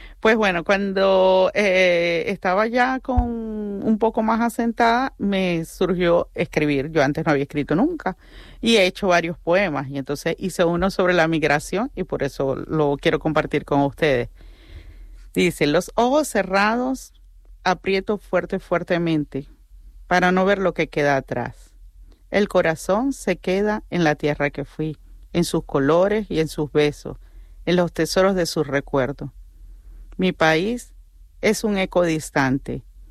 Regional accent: Venezuela; moved away as an adult; now in Canary Islands, Spain

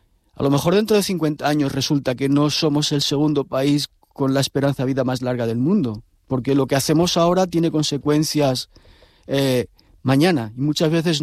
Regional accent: Salamanca, Castile and León, Spain; moved away; Yo que vengo de Salamanca, lo que es ahora la España vaciada

